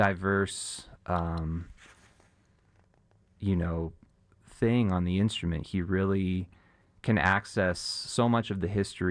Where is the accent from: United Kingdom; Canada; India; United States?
Canada; I'm gonna call it Hattrick because I'm from Canada, so it's like the hockey reference.